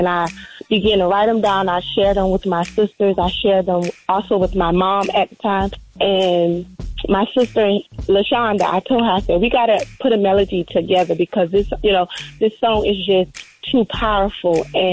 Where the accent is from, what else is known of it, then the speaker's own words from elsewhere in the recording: Allerton, South Carolina, United States; Well, we're from a little small town called Allerton, South Carolina. We've been singing since we've been young, very young. We grew up as PK kids.